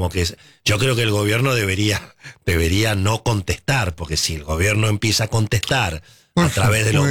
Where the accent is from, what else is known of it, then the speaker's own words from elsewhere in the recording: Argentina; por cómo es la Argentina, por cómo somos los argentinos, va a ser inevitable la politización.